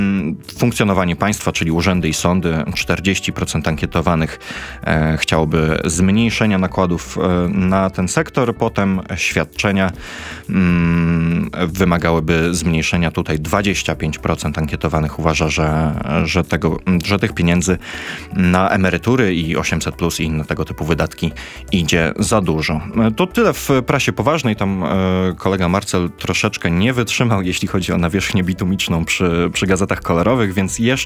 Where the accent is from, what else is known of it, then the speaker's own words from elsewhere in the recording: Warsaw, Masovian Voivodeship, Poland; I ja, no trochę wstyd, ale jako warszawiak pomyślałem, że to Piast jest tym liderem, który zawiódł.